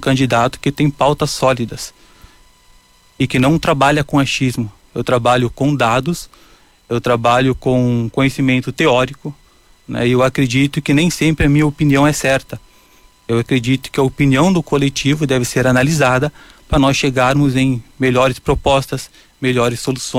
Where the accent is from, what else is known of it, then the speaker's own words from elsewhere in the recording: Encantado, Rio Grande do Sul, Brazil; Eu nasci aqui em Encantado, sou morador do bairro Porto 15 e passei minha infância inteira aí na Prainha do Picão, nadando na água, né?